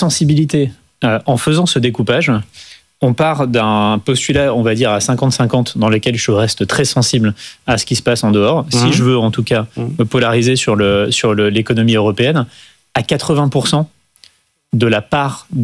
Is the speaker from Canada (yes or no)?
no; France; on est français, on veut investir dans notre économie